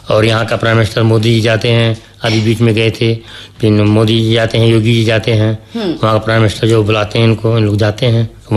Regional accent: Basti, Uttar Pradesh, India; मैं बस्ती जिला से हूँ और यहाँ पे आए हैं।

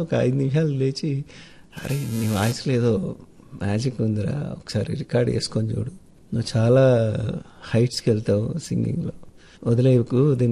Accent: Satapur, Telangana, India; మా ఊరు చాలా బాగుంటుంది. చిన్నప్పుడు మా నాన్న బాగా స్ట్రిక్ట్గా పెంచేవాళ్ళు అనమాట.

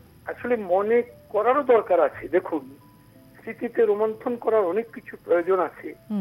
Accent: Tripura, India; now in Badharghat, Agartala, India; ছোটবেলা বলতে একদম শিশুর কথা বলছি, শিশুবেলা থেকে একবারে কলেজ পর্যন্ত আমি গ্রামেই ছিলাম। ঘটনা হচ্ছে গ্রামের পরিবেশ, দেখুন একদম বিলোনিয়ার সীমান্ত গ্রাম

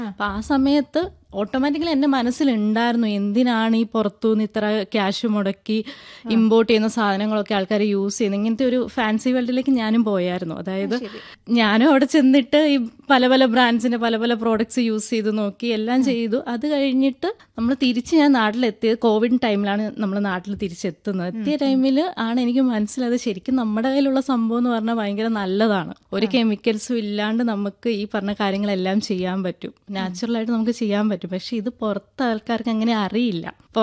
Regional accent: Idukki, Kerala, India; ഞാൻ വരുന്ന ഇടുക്കിയിൽ നിന്നാണ്. അപ്പം ഇടുക്കി എന്ന് പറഞ്ഞിട്ടുണ്ടെങ്കിൽ നമുക്കറിയാലോ എല്ലാവിധ ഔഷധ സസ്യങ്ങളും എല്ലാ കാര്യങ്ങളും ആയിട്ട് സമ്പന്നമായിട്ടുള്ളൊരു സ്ഥലമാണ് ഇടുക്കി.

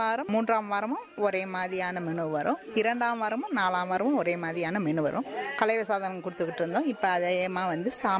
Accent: Pannaikadu, Tamil Nadu, India; born there; moved away as an adult; now in Agamalai, India; Pannaikadu school 12th வரைக்கும் அங்கதான்

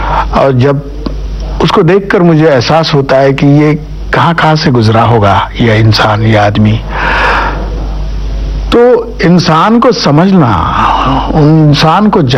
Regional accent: Ahmednagar, Maharashtra, India; born or raised there

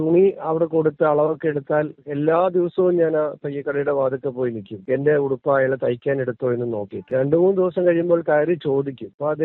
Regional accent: Mavadi, Kerala, India; ഞാൻ ജനിച്ചത് മാവടി എന്ന് പറഞ്ഞ ഒരു കൊച്ചു ഗ്രാമമാണ്.

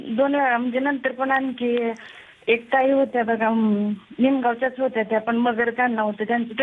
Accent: Maharashtra, India; moved away as an adult; now in Wadi Kurole, Pandharpur taluka, India; माझं माहेर माळशिरस तालुक्यातलं आहे

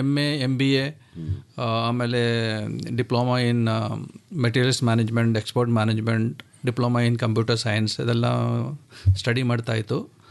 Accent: Kozhikode, Kerala, India; born there; moved away as an adult; also born or lived in Madhya Pradesh; now in Mysore, India; Birth place ಬಂದು ಕಾಲಿಕಟ್ ಕೇರಳ. ಆವಾಗ higher ಎಜುಕೇಷನ್ಗೆ ಮಧ್ಯಪ್ರದೇಶಕ್ಕೆ ಹೋಗಿದ್ದು.

